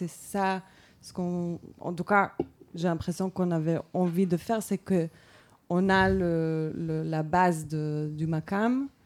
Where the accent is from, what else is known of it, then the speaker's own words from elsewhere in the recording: Jerusalem, Jerusalem District, Israel; Moi, j'ai grandi à Jérusalem, où la musique est très très présente dans la vie